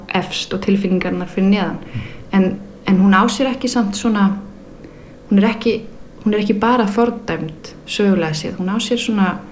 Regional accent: Denmark; now in Iceland; nú er ég alinn upp í Danmörku og það er mjög sjaldan að þú verður fyrir reiði í opinberu rými

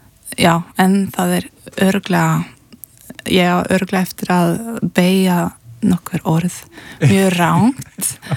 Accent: Oslo, Norway; also born or lived in Reykjavík, Iceland; Já, ég alinn upp í Oslo og svo bjó ég hér í Reykjavík þegar ég var 11 ára í eitt ár.

